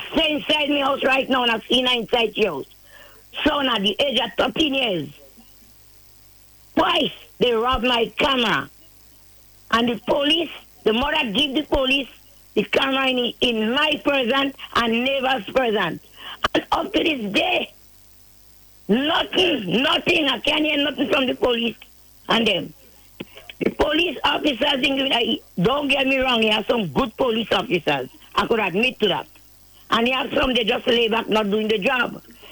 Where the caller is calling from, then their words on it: Grenada; I'm a Grenadian and a citizen of this country.